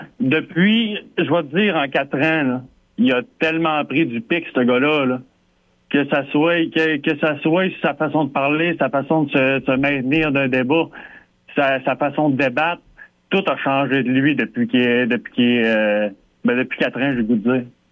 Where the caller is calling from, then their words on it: Charlevoix, Quebec, Canada; Moi, je viens de Charlevoix, OK?